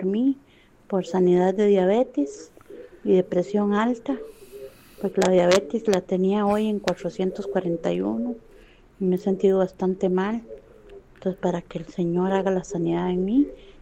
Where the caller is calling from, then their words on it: Orotina, Alajuela, Costa Rica; de Orotina.